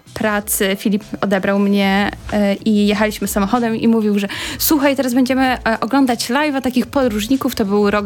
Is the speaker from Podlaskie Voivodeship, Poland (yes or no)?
yes; Podlaskie Voivodeship, Poland; jesteśmy z Podlasia, więc wszystko, co na ziemniaku, nie jest nam obce.